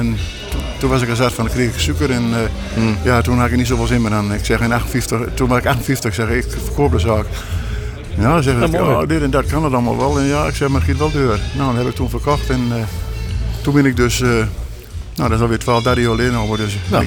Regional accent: Grollo, Drenthe, Netherlands; Ja, ik ben in 1945 geboren in Grollo. Mijn vader, die had een, mijn vader en moeder, die hadden een smederij.

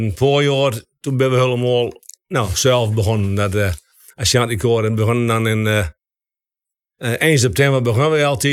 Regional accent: Lieveren, Drenthe, Netherlands; now in Roden, Netherlands; ik ben geboren en getogen in Lieven, maar ik woon in Roden.

